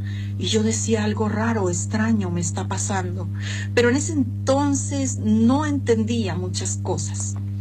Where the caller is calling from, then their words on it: Colombia; soy de Colombia.